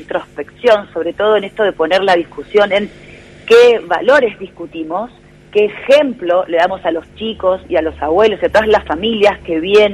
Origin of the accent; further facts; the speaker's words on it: Rosario, Santa Fe, Argentina; para mí, como rosarina, como mamá, como legisladora